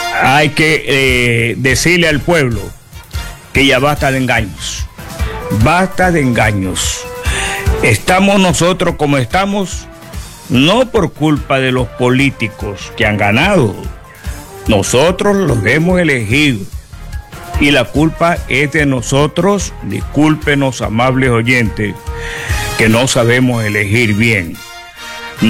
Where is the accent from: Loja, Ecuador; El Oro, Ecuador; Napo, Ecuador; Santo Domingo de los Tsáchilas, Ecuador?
El Oro, Ecuador; Buenos días en mi provincia del Oro. Buenos días en mi país Ecuador.